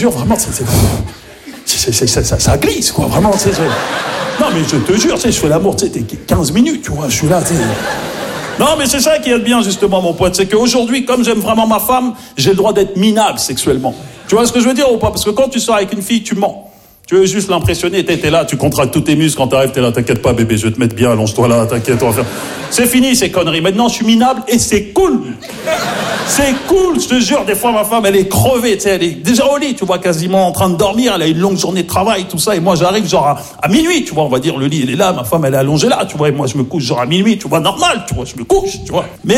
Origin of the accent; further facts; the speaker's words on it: Maisons-Alfort, Île-de-France, France; parce que j'ai grandi à Maison Alfort, en plus, tu vois, dans le 9-4, tu vois.